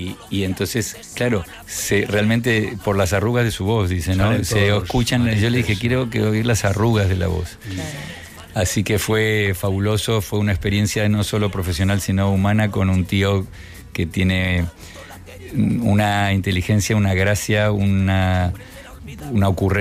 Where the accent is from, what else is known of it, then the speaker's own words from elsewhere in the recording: Region of Murcia, Spain; yo decía, pero si soy de Murcia. ¿Dónde está?